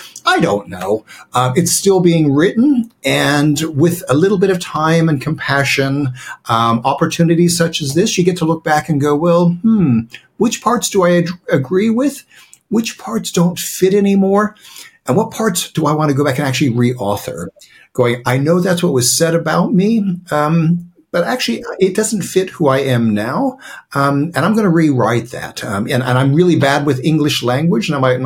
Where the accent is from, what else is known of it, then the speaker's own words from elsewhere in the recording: United States; I'm an American. I grew up in the military. My father was in the Air Force. So we got to do a lot of traveling